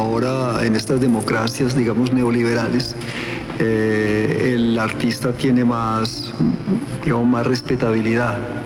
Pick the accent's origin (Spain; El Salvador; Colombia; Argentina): Colombia; moved away as an adult; also born or lived in France; tengo una experiencia también de exiliado, como escritor colombiano que estuve exiliado en Francia